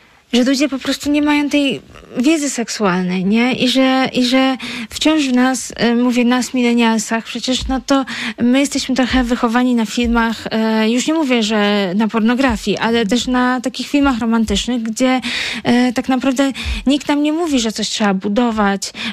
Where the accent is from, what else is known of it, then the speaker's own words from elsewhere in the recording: Warsaw, Masovian Voivodeship, Poland; moved away as an adult; mieszkałam tak to w Warszawie całe życie, w centrum